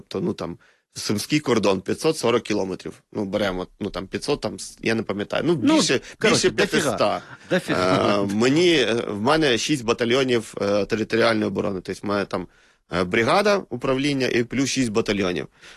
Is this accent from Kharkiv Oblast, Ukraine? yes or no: no; Luhansk Oblast, Ukraine; хто може знати про Луганську землю, як не ми, місцеві, які прийшли з Луганської землі.